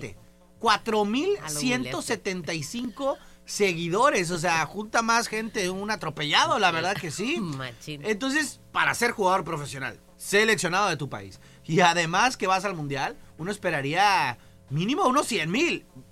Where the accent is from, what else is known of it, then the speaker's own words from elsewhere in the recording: Mexico; nosotros somos mexicanos